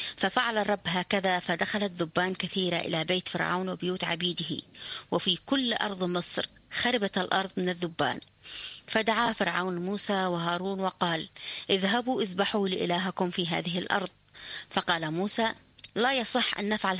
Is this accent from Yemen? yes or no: yes; Yemen; عندنا في اليمن والأماكن الاستوائية